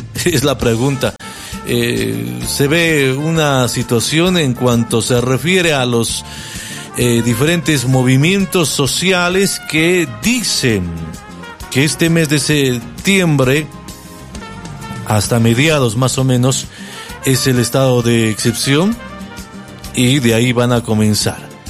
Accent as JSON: {"language": "Spanish", "country": "Bolivia", "said": "¿Los bolivianos seremos tan cautos, pregunto yo, tan cautos para aguantar otro estado de excepción?"}